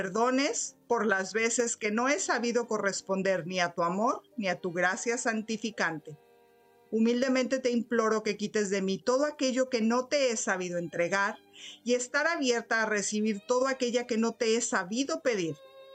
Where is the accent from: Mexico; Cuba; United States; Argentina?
Mexico; Todos, incluso yo que soy mexicana, me simbra el corazón